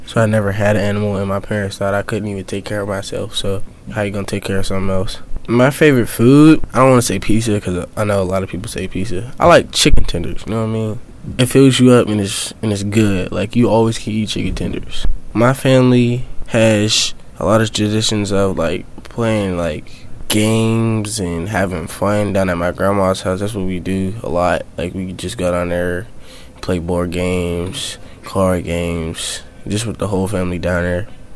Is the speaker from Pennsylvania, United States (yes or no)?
yes; Pittsburgh, Pennsylvania, United States; born there; I was born in Pittsburgh, PA.